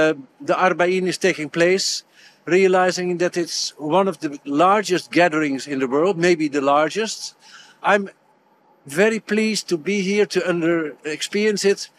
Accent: Amsterdam, North Holland, Netherlands; English is a second language; I'm from the Netherlands, Amsterdam, the capital.

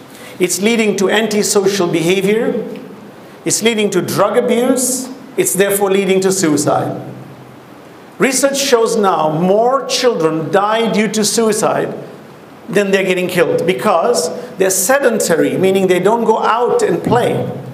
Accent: Dar es Salaam, Tanzania; I remember when I grew up in Dar es Salaam, we used to play marbles outside.

